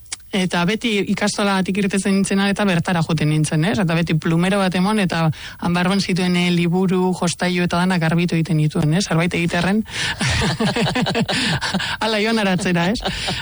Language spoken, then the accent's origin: Basque; Amorebieta-Etxano, Basque Country, Spain; nire Zornotza, nire herrian